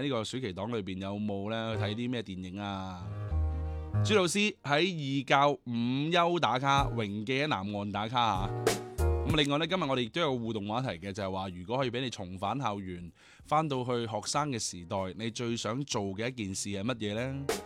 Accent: China; 我哋国家

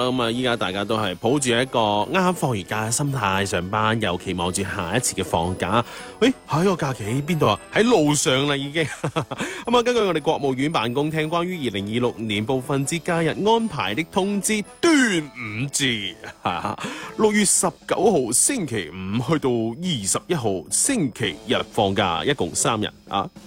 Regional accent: Xinhui, Guangdong, China; 我哋广东人或者系我哋新会人

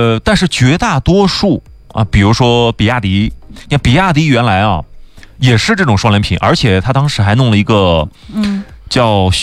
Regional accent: China; 我们中国人

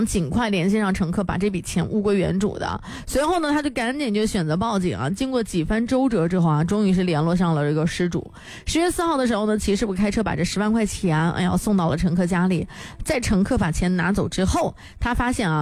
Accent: Henan, China; 俺们河南人啊，这个河南老乡儿啊

